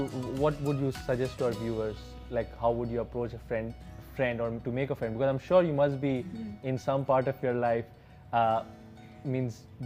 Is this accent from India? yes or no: yes; India; moved away as an adult; I just flew out from India and came to a place where I didn't know anybody.